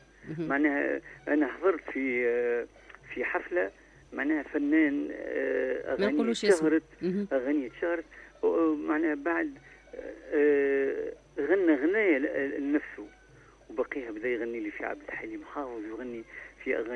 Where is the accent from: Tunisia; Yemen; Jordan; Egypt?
Tunisia; باش نجم ندوم كتونسي ونغني